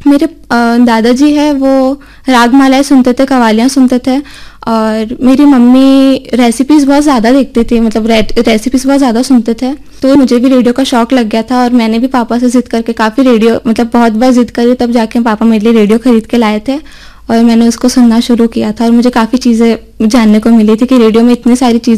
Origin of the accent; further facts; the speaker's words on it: Mount Abu, Rajasthan, India; moved away as an adult; now in Udaipur, India; मैं मोहनलाल सुखाड़िया से visual department की स्टूडेंट हूँ। मैं माउंट आबू की रहने वाली हूँ, मैंने स्कूलिंग भी केंद्रीय विद्यालय माउंट आबू से करा है।